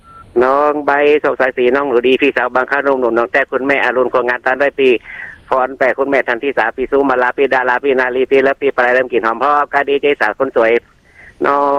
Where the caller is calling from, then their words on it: Mae Mo, Lampang, Thailand; ลำปางครับแม่เหมาะครับผม